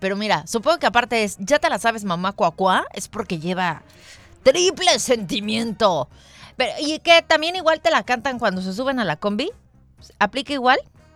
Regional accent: Mexico; que solamente los mexicanos entendemos

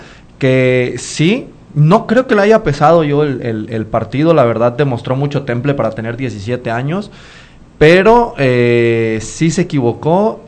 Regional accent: Mexico; como mexicanos de que nos contagiamos de lo malo

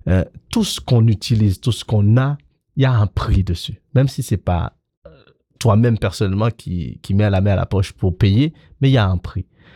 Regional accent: Haiti; now in France; je suis né en Haïti, j'ai grandi en Haïti

